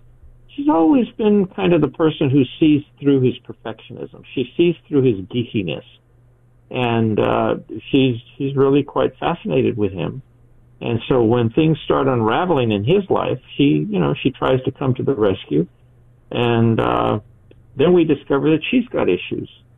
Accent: Los Angeles, California, United States; I was born in East L.A. To a working-class family.

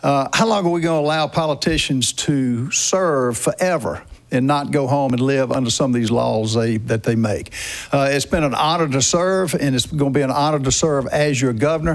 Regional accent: Rock Hill, South Carolina, United States; from Rock Hill, South Carolina.

